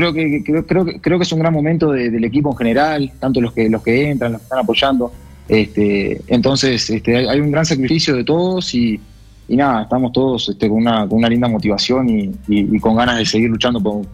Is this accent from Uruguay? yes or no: yes; Uruguay; de niño en Uruguay